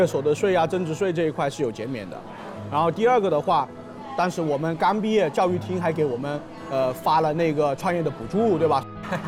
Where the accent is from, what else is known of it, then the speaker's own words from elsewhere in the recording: Hunan, China; 第二个就是湖南是我的家乡，